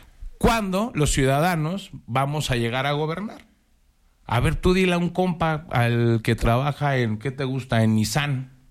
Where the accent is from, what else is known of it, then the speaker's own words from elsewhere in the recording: Aguascalientes, Mexico; Pues somos iguales, somos mexicanos. Somos hermanos, somos hidrocálidos.